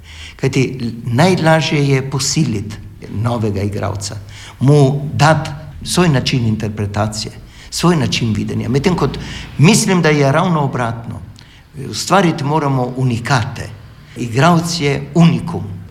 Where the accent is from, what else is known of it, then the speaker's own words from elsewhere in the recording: Trieste, Friuli-Venezia Giulia, Italy; moved away as an adult; also born or lived in Ljubljana; jaz prihajam iz Trsta